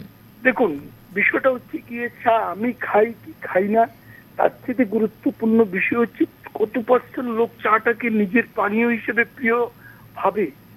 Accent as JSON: {"language": "Bangla", "country": "India", "said": "আমাদের ভারতবর্ষের মধ্যে"}